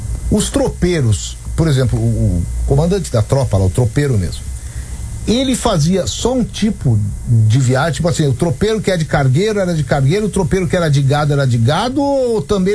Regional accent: São Francisco de Paula, Rio Grande do Sul, Brazil; lá da minha terra de São Chico

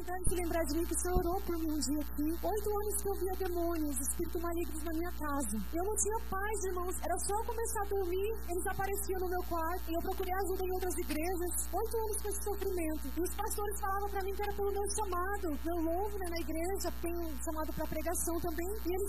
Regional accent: Paiçandu, Paraná, Brazil; eu sou de Paissandu.

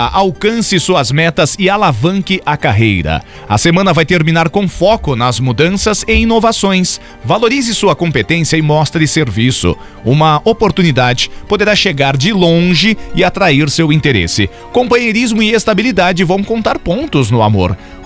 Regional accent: Brazil; Você sabe que eu sou brasileiro, né?

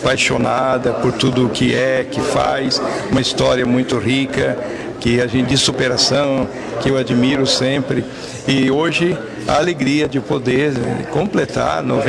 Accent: Batatais, São Paulo, Brazil; Eu sou daqui de Batatais, né? Aqui eu fiz a minha catequese, fui coroinha da Cruzada Eucarística e daqui saí com 11 anos

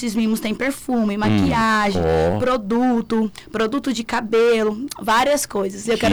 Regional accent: Araporã, Minas Gerais, Brazil; also born or lived in Goiás; Eu sou goiana, mas eu sou de Araporã.

